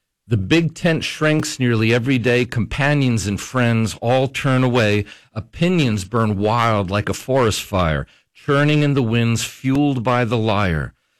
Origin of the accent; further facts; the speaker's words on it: Kentucky, United States; So that's that my celebration of my home state here.